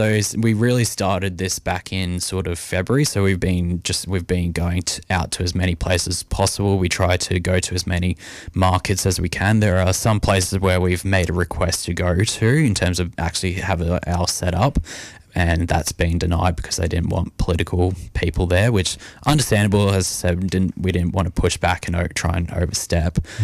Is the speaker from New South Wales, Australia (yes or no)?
yes; Murrumbateman, New South Wales, Australia; I grew up in Murrumbateman Bateman here, and I've lived on a horse farm in Murrumbateman, Bateman, so on a 40-acre block, and now I live on a 5-acre block with still horses, but not quite as many as before.